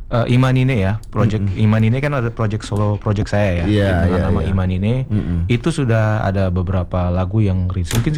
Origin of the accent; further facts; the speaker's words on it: Jakarta, Indonesia; born there; Asli kalau lahir Jakarta.